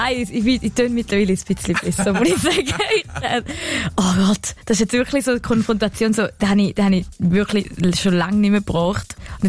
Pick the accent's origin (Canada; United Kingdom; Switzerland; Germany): Switzerland; Appenzell Ausserrhoden; Genau, ich komme ja aus dem Appenzell Ausserrhoden.